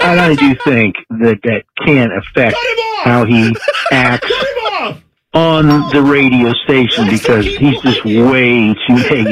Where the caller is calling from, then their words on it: Columbus, Ohio, United States; I'm from Columbus.